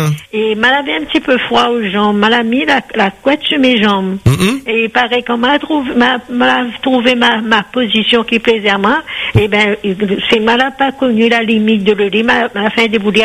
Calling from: Saint-Pierre, Réunion; ça c'est une fidèle auditrice de Terre-Sainte, la ruelle Boulanger.

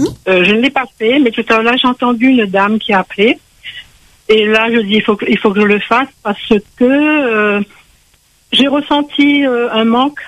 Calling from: Le Tampon, Réunion; J'habite au Tampon, j'ai 79 ans

